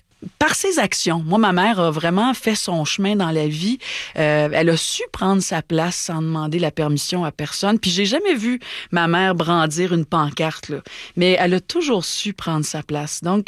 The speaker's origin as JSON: {"language": "French", "town": "Montreal", "region": "Quebec", "country": "Canada", "tie": "born or raised there", "said": "puis tellement qu'elle avait une boutique de vêtements à Villemard, dans le sud-ouest de Montréal, là où j'ai grandi."}